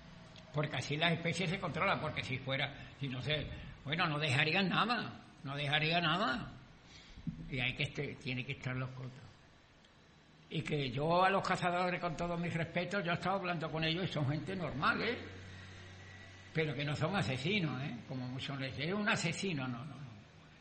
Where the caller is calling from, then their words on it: Sanlúcar de Barrameda, Andalusia, Spain; Y yo soy de Salduca